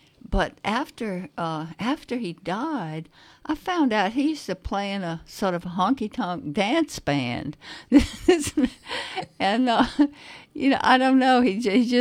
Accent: Louisiana, United States; I grew up in Louisiana.

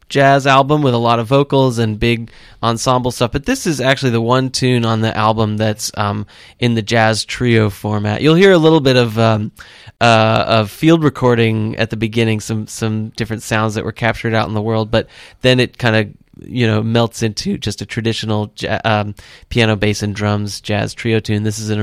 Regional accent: Seattle, Washington, United States; I grew up in Seattle, the north side of the city, and went to public schools in the city

